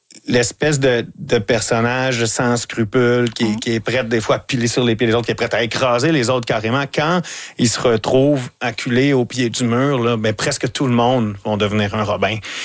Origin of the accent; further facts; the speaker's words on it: Lavaltrie, Quebec, Canada; now in Montreal, Canada; moi, je viens de la Valtrie, dans la région de la Naudière, puis quand je suis arrivé à Montréal, c'était ma porte d'entrée vers Montréal, et j'ai pas mal toujours habité là depuis 25 ans.